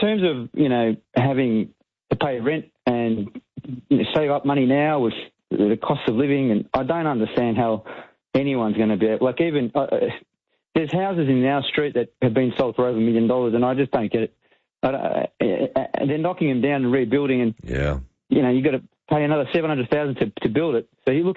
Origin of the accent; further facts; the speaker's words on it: Port Melbourne, Victoria, Australia; I grew up in the 80s in Port Melbourne, so the inner suburbs are very working class when I grew up in Port Melbourne.